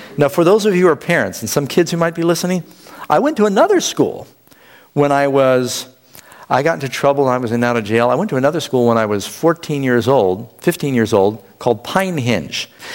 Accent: New York City, New York, United States; Well, we grew up in New York City and lived on 51st Street on the east side, 81st Street on the west side.

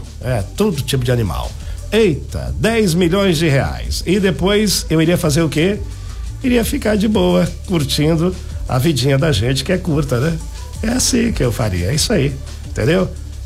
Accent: Cianorte, Paraná, Brazil; born there; moved away; Cianorte foi a cidade que eu nasci, viu, gente? Eu nasci em Cianorte, meus documentos são todos de Cianorte.

